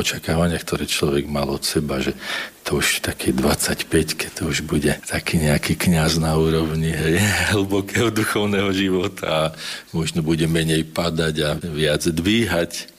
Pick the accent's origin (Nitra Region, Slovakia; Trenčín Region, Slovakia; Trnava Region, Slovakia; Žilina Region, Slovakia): Žilina Region, Slovakia; Som z Oravy a je možné, že predkovia sú z rodiska otca biskupa Vojtašáka